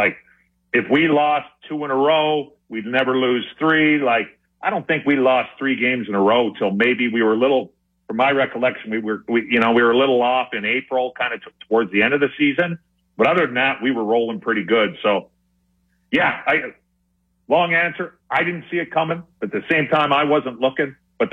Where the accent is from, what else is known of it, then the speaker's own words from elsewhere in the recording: Alberta, Canada; Calgary, we just went to the finals, and I'm from Alberta.